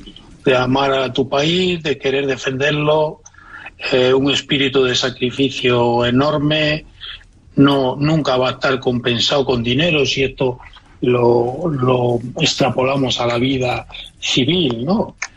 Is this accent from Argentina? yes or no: no; Galicia, Spain